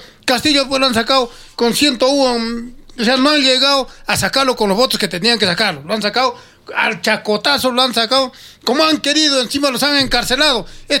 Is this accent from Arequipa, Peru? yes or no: yes; Arequipa, Peru; como ciudadanos arequipeños, peruanos